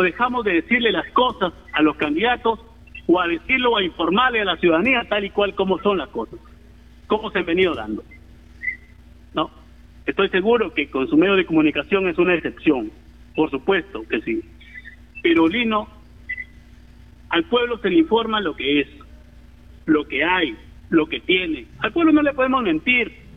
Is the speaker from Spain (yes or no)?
no; Olmos, Lambayeque, Peru; Mi pueblo de Olmos